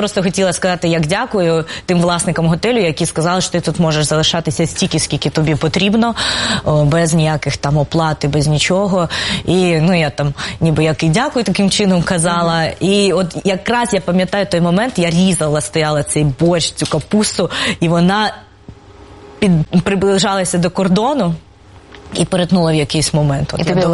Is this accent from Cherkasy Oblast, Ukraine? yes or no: yes; Cherkasy, Cherkasy Oblast, Ukraine; Так, це моє рідне місто.